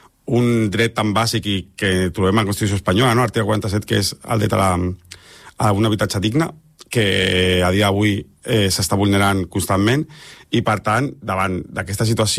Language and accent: Catalan; Barcelona, Catalonia, Spain; Jo, per exemple, soc barceloní, però m'ha hagut de sortir de la meva ciutat